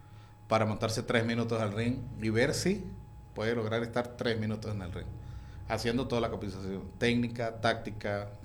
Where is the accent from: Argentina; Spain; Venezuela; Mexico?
Venezuela; Venezuelan Andes; now in Mérida, Venezuela